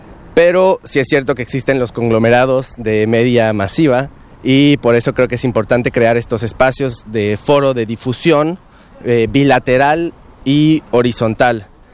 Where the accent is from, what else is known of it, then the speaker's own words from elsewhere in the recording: Xalapa, Veracruz, Mexico; also born or lived in Toulouse, France; hace poco tuve la fortuna de regresar a México y me di cuenta que cambia la ciudad, vengo de Jalapa, Veracruz, México